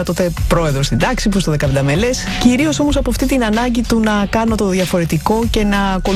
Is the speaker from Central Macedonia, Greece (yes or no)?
no; Athens, Attica, Greece; born there; Γεννήθηκα στην Αθήνα.